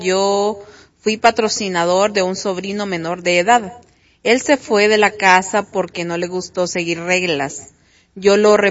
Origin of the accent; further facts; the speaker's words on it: Honduras; now in United States; Somos de Honduras y una vez lo reportó el correo de ellos y nunca hicieron el cambio.